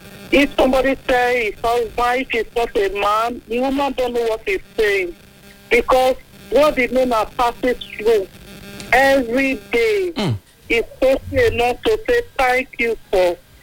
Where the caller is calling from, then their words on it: Algeria; I'm calling from Algeria.